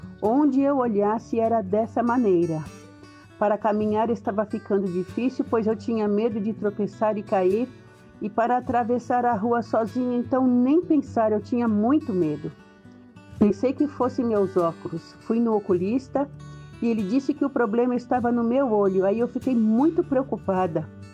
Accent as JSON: {"language": "Portuguese", "town": "Diadema", "region": "São Paulo", "country": "Brazil", "said": "de Diadema, São Paulo."}